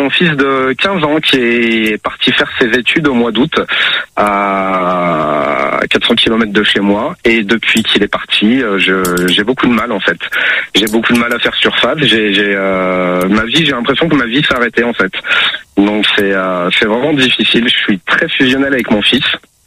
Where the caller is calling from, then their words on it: Clermont-Ferrand, Auvergne-Rhône-Alpes, France; Alors moi je suis à Clermont-Ferrand